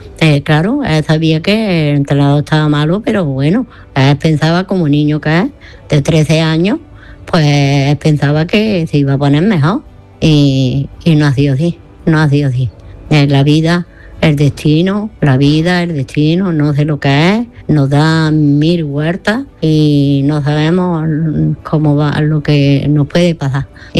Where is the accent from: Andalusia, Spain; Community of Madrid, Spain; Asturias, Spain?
Andalusia, Spain; Granada; Le iba a decir de que el por qué digo que soy de Granada.